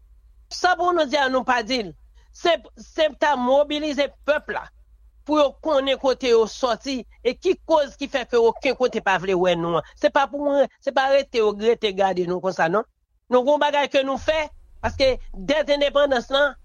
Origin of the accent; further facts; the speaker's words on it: Haiti; je sens que je suis frustré en tant que haïtien